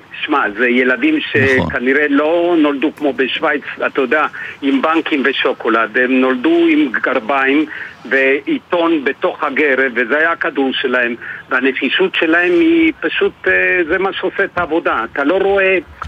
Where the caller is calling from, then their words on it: Be'eri, Southern District, Israel; אני בבארי ושומע את הבומים ושומע את הקרבות שיש שם בתוך רצועת עזה